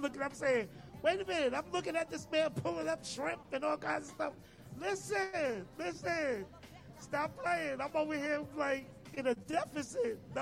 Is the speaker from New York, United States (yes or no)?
yes; New York City, New York, United States; now in Manhattan, United States; I was born and raised in the Bronx, but I live in Manhattan now.